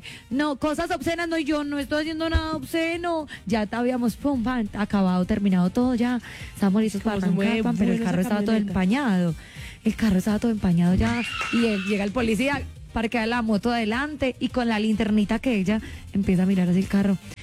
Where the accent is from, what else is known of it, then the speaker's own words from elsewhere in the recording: Entrerríos, Antioquia, Colombia; moved away; Yo también soy de pueblo, yo soy de Entre Ríos.